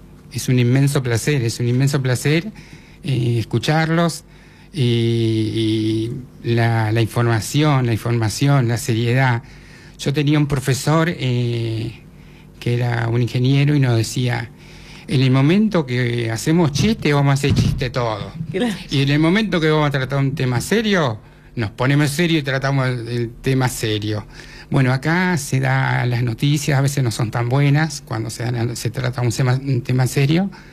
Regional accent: Chilecito, La Rioja, Argentina; born there; se vuelven y acá nací yo, acá en Chilecito. Tuve el privilegio de nacer acá y orgulloso de nacer acá

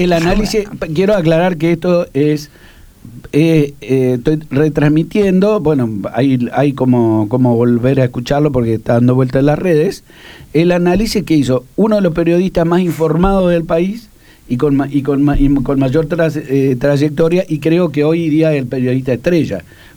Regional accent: Argentina; como muchísimos argentinos futboleros tenemos

